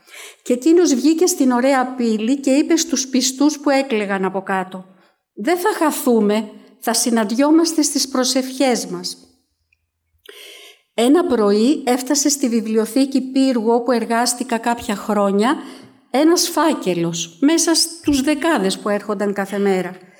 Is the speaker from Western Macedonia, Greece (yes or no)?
no; Athens, Attica, Greece; moved away as an adult; also born or lived in Pyrgos; now in Ilia, Greece; Γεννήθηκα και μεγάλωσα στην Αθήνα. Κύριε Καραμήτρο, ο Πύργος είναι η δεύτερη πατρίδα μου και την αγαπώ πολύ. Αλλά τα τελευταία χρόνια μετακόμισα στην Ηλία, όπου και εργάζομαι.